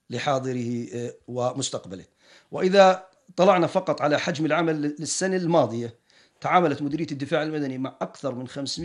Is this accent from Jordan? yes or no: yes; Jordan; نفخر جميعا كأردنيين